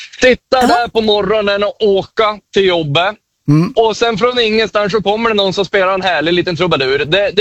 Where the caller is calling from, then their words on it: Gävle, Gävleborg County, Sweden; Nej, jag kommer från Gävle.